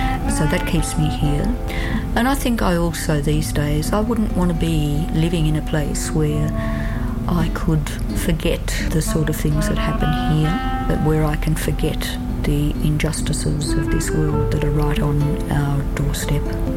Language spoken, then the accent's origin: English; Melbourne, Victoria, Australia; born there; moved away as an adult; also born or lived in Canberra; now in Alice Springs, Australia; I was born in Melbourne and I came here in 1995, early 1995, to Alice Springs